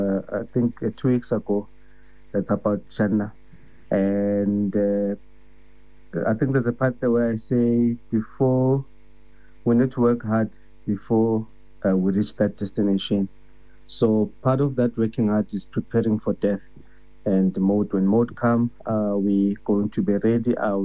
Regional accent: Soweto, Gauteng, South Africa; born and bred in Soweto, MDNI. Grew up in MDNI

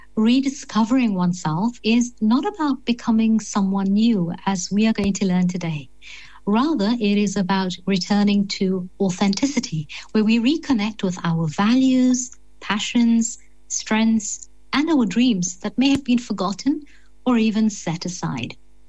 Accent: Cape Town, Western Cape, South Africa; growing up in Cape Town during the latter part of the apartheid years

